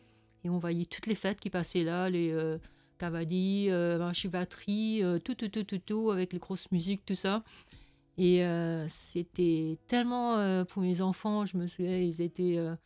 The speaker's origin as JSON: {"language": "French", "country": "Mauritius", "moved": "yes", "said": "J'aime bien montrer la unicité en tant que Mauricien."}